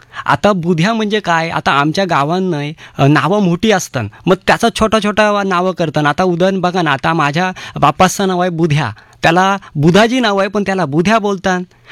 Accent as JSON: {"language": "Marathi", "town": "Agar Budruk", "region": "Maharashtra", "country": "India", "tie": "born or raised there", "accent": "Agri", "said": "मंडळी विचार करत असाल की यो बाला भाषा तरी कोणची बोलतंय, तर मंडळी ही भाषा आहे आगरी कोल्यांची आणि यो आमचा गाव म्हणजे आगार बुद्रुक।"}